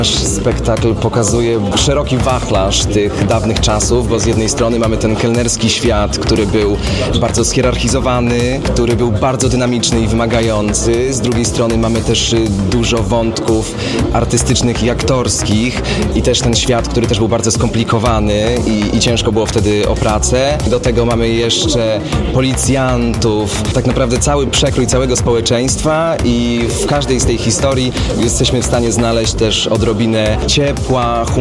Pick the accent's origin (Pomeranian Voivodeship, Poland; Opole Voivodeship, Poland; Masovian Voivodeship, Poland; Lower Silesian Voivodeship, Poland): Masovian Voivodeship, Poland; Warsaw; to znaczy ja na przykład jestem warszawiak